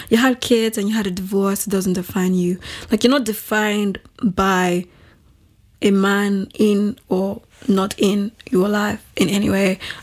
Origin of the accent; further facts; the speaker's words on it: Nigeria; I think the response they expect me to give as a Nigerian girl speaking to a Nigerian man who needs you to look at me as wife material is